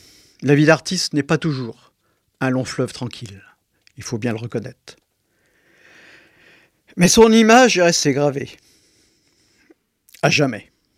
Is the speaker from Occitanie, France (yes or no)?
no; Pays de la Loire, France; Jean-Michel, qui est venu au moins une fois chez nous